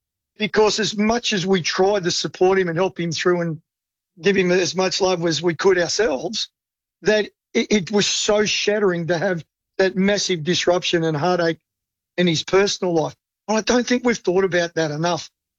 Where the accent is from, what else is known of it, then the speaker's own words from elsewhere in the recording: Australia; That absolutely terrifies me as an Australian.